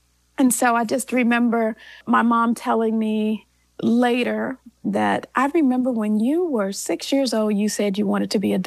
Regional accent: Gary, Indiana, United States; born or raised there

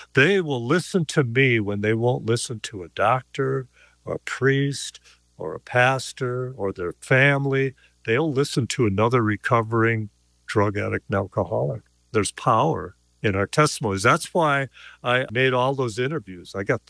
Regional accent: Texas, United States; I'm from Texas. I got it made in Texas is the land of milk and money

